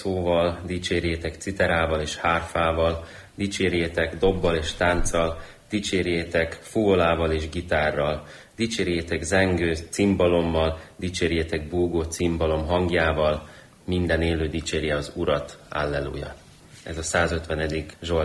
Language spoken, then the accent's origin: Hungarian; Hungary; born there; Hungarian is a second language; also born or lived in Ukraine; Én Ukrajnában születtem, 8 éves koromig ukránként nőttem föl, gyakorlatilag negyed részben vagyok magyar a nagypapám révén. És amikor 8 éves voltam, 2003-ban költöztünk Magyarországra